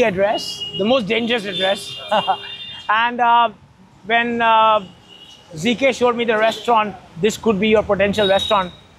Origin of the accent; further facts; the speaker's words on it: Kolkata, West Bengal, India; now in Delhi, India; I think I'm not from Delhi, I'm from Calcutta.